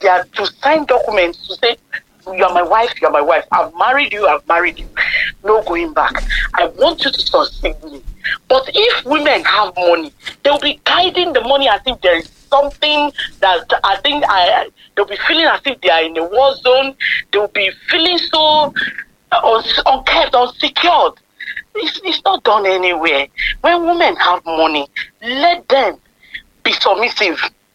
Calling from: Indonesia; calling from Indonesia.

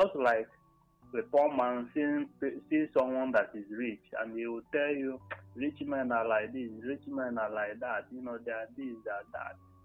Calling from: Enugu, Enugu State, Nigeria; Good evening. … from Enugu.

